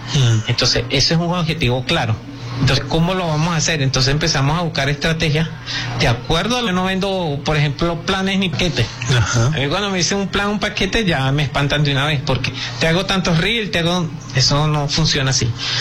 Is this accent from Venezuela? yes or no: yes; Venezuela; Entonces, nosotros como venezolanos, pues decidimos aportar